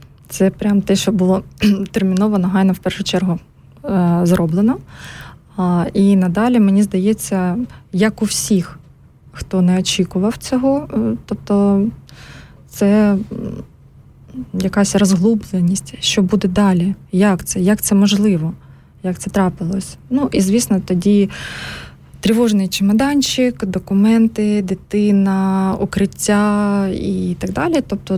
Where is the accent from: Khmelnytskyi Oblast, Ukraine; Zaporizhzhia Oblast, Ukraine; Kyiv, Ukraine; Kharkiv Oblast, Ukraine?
Zaporizhzhia Oblast, Ukraine; Zaporizhzhia; moved away as an adult; now in Switzerland; Народилася я в Запоріжжі, все життя жила в Запоріжжі.